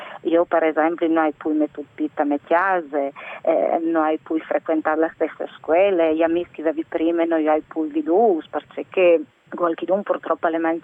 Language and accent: Italian; Gemona del Friuli, Friuli-Venezia Giulia, Italy; io sono di Glemone